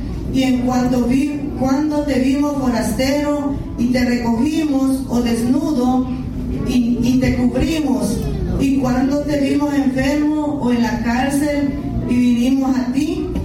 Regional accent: Guatemala; Soy guatemalteca

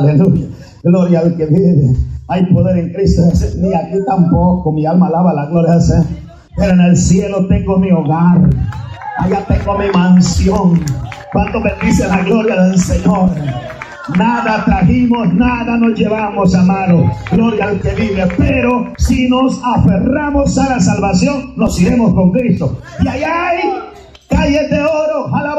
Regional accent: Guatemala; Yo estoy revuelto con hondureños, cubanos. Yo sigo diciendo que soy de Guatemala, pero ya no se me oye igual, hermano.

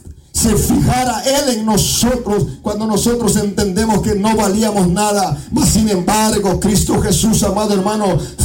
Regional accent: Guatemala; como decimos en Guatemala.

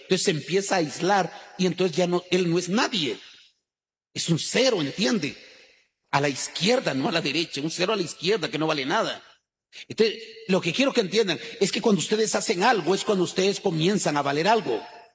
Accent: Guatemala; Es como cuando decimos soy chapín

